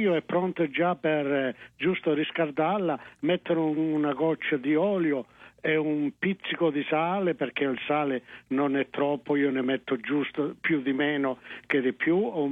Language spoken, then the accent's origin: Italian; Cicala, Calabria, Italy; moved away as an adult; now in Canada; Io sono della provincia di Catanzaro, un paese chiamato Cicala.